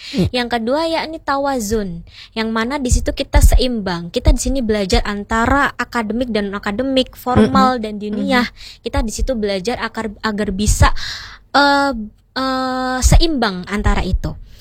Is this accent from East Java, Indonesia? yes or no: no; Lampung, Indonesia; Jadi Haula Benazir itu titik pusatnya ada di Lampung, karena saya sendiri dari Lampung ya, ya.